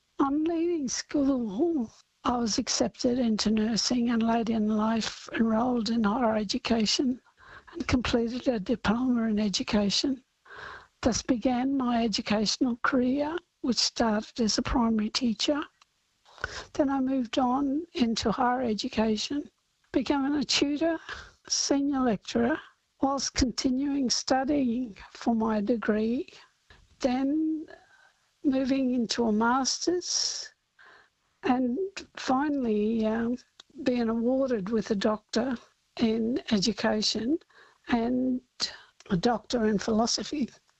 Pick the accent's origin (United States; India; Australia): Australia; Cherbourg, Queensland; I guess growing up in Cherbourg, my primary schooling was shared only with other First Nations children.